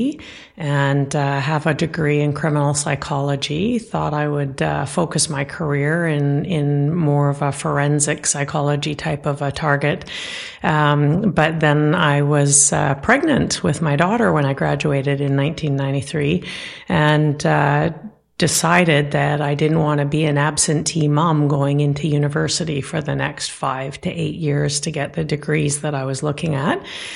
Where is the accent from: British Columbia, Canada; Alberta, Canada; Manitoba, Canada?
British Columbia, Canada; now in Mission, Canada; I'm from the Killer Whale Clan, and the Blackfish is the crest for the Killer Whale. I come from the Gitnahangik tribe, or people of the Hemlock in northern British Columbia, and I am Simsian.